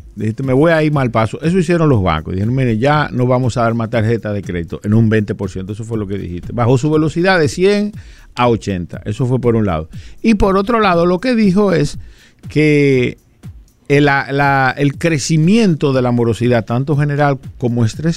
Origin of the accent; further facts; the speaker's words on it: Dominican Republic; nosotros, que somos tan dependientes de Estados Unidos